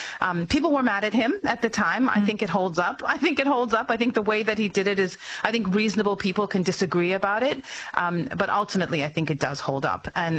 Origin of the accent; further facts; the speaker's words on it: South Africa; And I'm a South African, so it meant a lot to me.